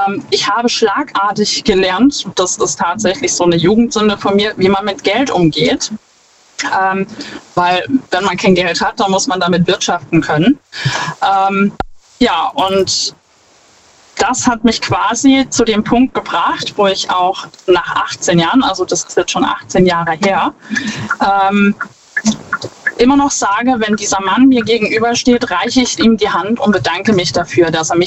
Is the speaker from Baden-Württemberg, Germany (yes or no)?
yes; Schwetzingen, Baden-Württemberg, Germany; Ich bin aus Schwetzingen.